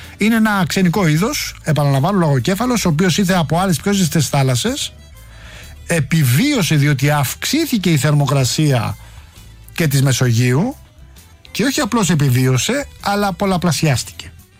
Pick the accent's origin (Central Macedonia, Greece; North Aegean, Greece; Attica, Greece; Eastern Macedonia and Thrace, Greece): Attica, Greece; Rafina; Τον Πάνο στην πατρίδα μου στη Ραφίνα που είναι καλοκαιρινή.